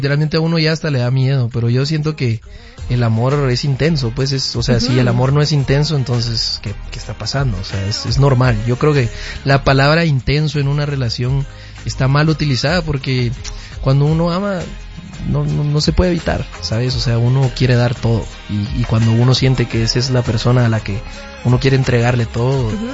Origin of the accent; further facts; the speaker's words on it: Guatemala City, Guatemala Department, Guatemala; Yo soy de la zona 5, que es un barrio de Guatemala, digámoslo así, donde yo tuve la oportunidad de crecer.